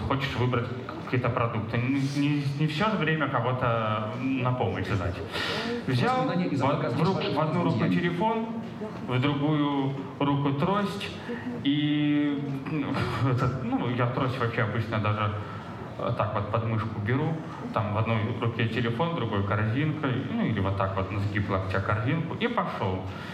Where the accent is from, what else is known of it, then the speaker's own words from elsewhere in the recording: Minsk, Belarus; я уже город, это же все-таки Минск, мой родной город